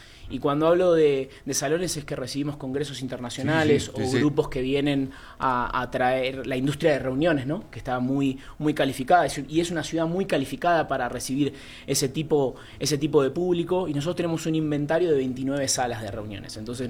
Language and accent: Spanish; Buenos Aires, Argentina; now in Mexico City, Mexico; Soy argentino de Buenos Aires, tengo 33 años.